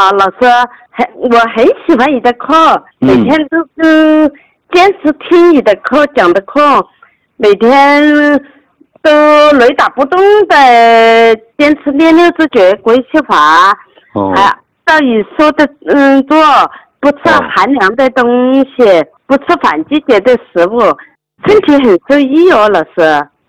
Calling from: Foshan, Guangdong, China; 我是来自广东的学员

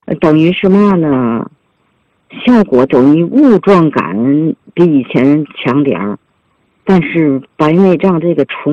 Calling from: Tianjin, China; 我是天津的学员，65岁。

